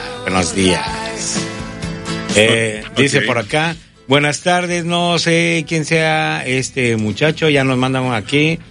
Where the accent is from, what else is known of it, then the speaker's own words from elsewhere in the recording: Veracruz, Mexico; ¿Cómo somos los jarochos? Chismosos.